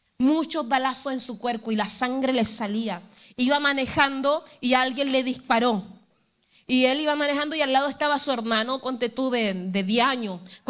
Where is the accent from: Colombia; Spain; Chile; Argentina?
Chile; Talcahuano, Biobío; born there; Esto es un lenguaje, una jerga de acá de Chile. Y sobre todo los que nacimos en Talcahuano.